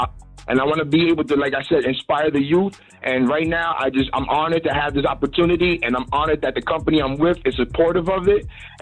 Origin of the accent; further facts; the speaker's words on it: New York City, New York, United States; Nah, I'm from New York City. I'm from Harlem. I'm from Harlem.